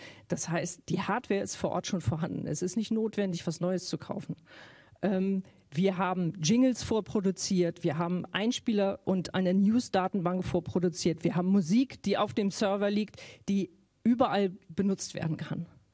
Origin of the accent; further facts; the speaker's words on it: Schleswig-Holstein, Germany; Das ist ursprünglich aus meinem Heimatbundesland, aus Schleswig-Holstein.